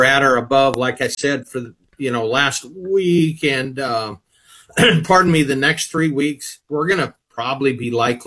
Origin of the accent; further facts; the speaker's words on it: Iowa, United States; my hometown grocer here in Eastern Iowa.